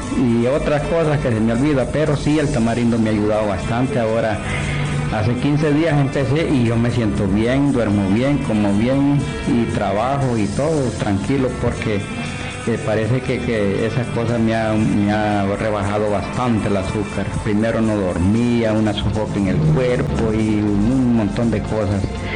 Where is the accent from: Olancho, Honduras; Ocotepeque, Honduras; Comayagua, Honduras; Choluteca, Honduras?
Comayagua, Honduras; Esquías; Yo vengo de Esquías.